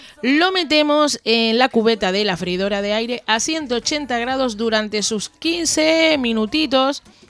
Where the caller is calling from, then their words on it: Tacoronte, Canary Islands, Spain; de Tacoronte, que por cierto, ya estamos de fiesta.